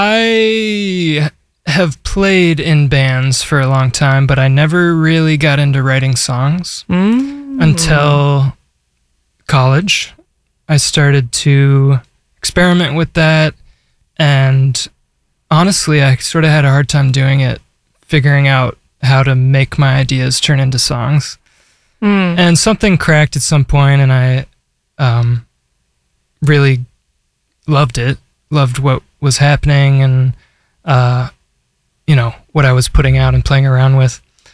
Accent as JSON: {"language": "English", "town": "Phoenix", "region": "Arizona", "country": "United States", "tie": "born or raised there", "also_born_or_lived": "Appleton, Wisconsin", "moved": "as an adult", "lives_now": "Milwaukee, United States", "said": "I'm originally from Phoenix, born there, lived there until I moved to college in Appleton."}